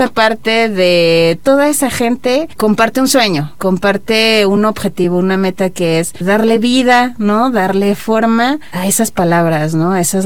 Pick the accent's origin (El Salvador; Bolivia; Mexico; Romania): Mexico; todos como mexicanos